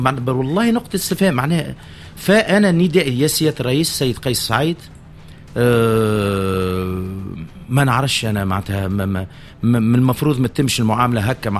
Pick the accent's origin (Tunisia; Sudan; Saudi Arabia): Tunisia; أنا فنان تونسي